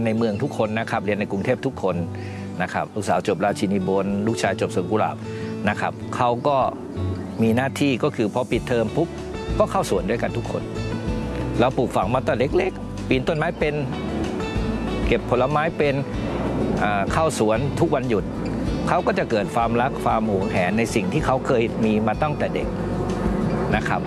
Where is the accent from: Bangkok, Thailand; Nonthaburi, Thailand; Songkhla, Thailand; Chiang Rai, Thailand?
Nonthaburi, Thailand; เราเป็นคนนนท์